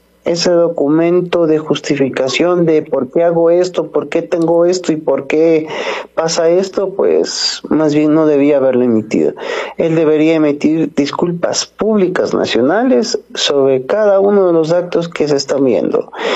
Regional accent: Ecuador

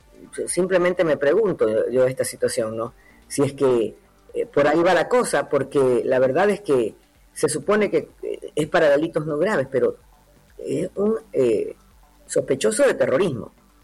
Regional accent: Ecuador; lo importante yo creo que es que nosotros como ecuatorianos estemos conscientes de ello.

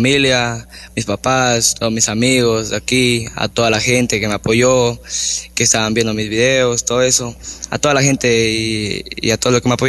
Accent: Sucúa, Morona Santiago, Ecuador; somos de Sucua

